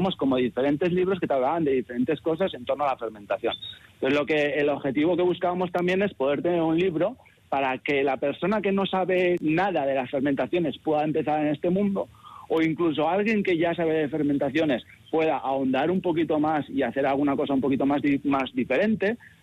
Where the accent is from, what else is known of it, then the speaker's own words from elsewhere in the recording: Pamplona, Navarre, Spain; por lo menos yo que soy de Pamplona, como súper típico hacer una compota, ¿no?